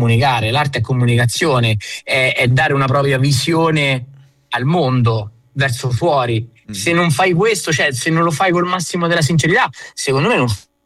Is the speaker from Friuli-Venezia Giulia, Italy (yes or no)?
no; Umbria, Italy; Io sono umbro.